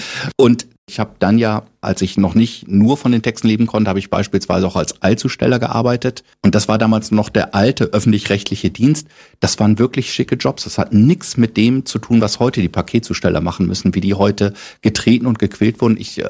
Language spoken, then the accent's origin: German; Lower Saxony, Germany; Und dann habe ich als Niedersachse, der ja eigentlich ein fast perfektes Hochdeutsch spricht